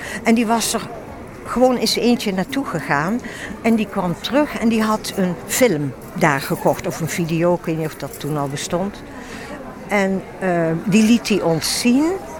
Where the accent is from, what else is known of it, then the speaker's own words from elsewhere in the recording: Velp, Gelderland, Netherlands; now in Amsterdam, Netherlands; Ik heb mijn jeugd doorgebracht in Velp. En momenteel woon ik al trouwens heel lang, tientallen jaren, in Amsterdam.